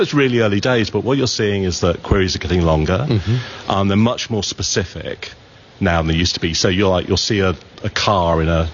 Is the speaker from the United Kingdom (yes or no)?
yes; England, United Kingdom; I grew up in England, did not grow up with proms